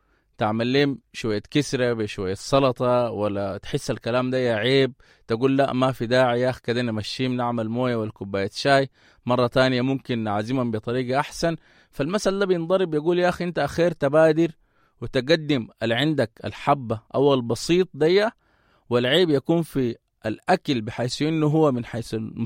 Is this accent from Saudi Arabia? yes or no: no; Sudan; كلنا بنعرف كسودانيين